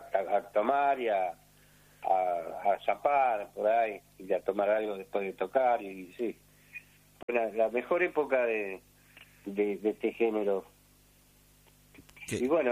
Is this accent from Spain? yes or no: no; Buenos Aires, Argentina; en el barrio donde yo me crié, en Floresta